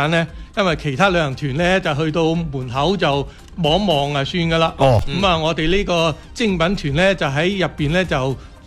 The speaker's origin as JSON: {"language": "Cantonese", "region": "Guangdong", "country": "China", "said": "我哋廣東人"}